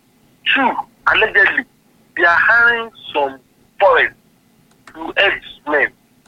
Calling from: Oyo, Nigeria; I'm calling from Kolaba.

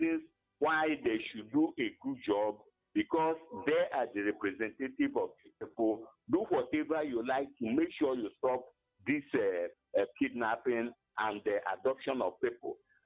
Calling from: Nigeria; my big brother. I'm calling from Ababani Kenu.

